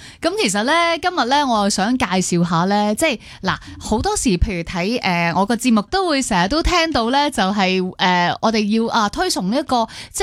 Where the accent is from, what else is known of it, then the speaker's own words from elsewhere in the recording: Hong Kong; 我哋香港人